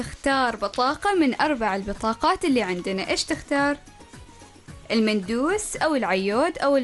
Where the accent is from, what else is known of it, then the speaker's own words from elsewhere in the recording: Oman; بلادنا عمان